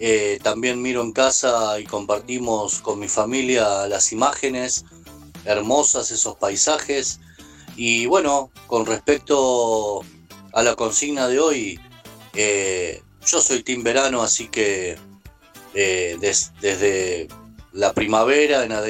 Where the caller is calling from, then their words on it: La Plata, Buenos Aires Province, Argentina; de la Ciudad de La Plata